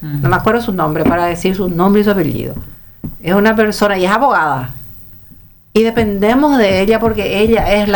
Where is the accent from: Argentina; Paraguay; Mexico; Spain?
Paraguay; Lambaré, Central; soy de Lambaré.